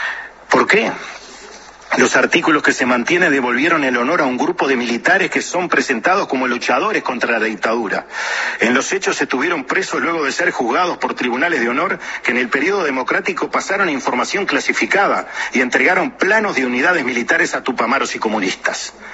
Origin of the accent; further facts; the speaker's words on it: Uruguay; somos raros los uruguayos.